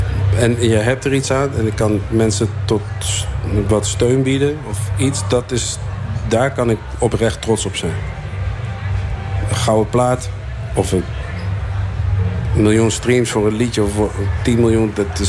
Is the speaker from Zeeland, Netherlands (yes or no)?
no; Zwolle, Overijssel, Netherlands; Vroeger was ik bijvoorbeeld trots van. Ja, ik kom uit Zwolle, maar ja, daar heb ik niks voor hoeven doen, hè.